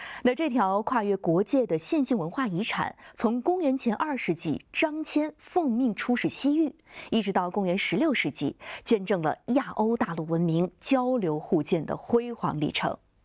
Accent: Xi'an, Shaanxi, China; 从我的家乡西安出发

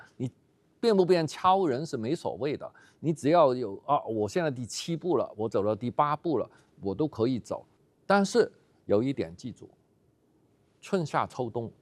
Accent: China

